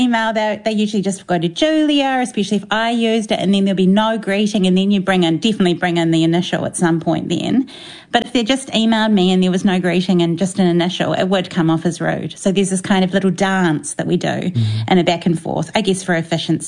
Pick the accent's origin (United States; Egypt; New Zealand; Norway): New Zealand; It feels important to do that as a New Zealander, and I do it even if I'm emailing people internationally.